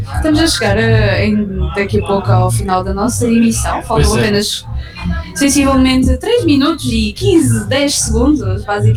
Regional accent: France; e eu sou francês.

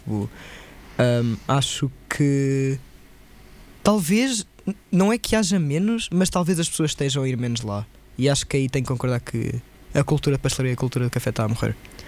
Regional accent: Portugal; enquanto portugueses

